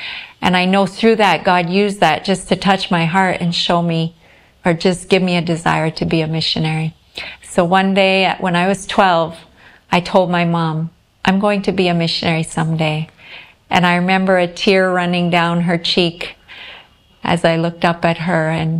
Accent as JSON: {"language": "English", "area": "Whitemouth", "region": "Manitoba", "country": "Canada", "moved": "as an adult", "lives_now": "Visakhapatnam, India", "said": "a nice Indian name. I'm from White Mouse, Manitoba, Canada. Small town there, and I'm living now in Vishakhapatnam, India."}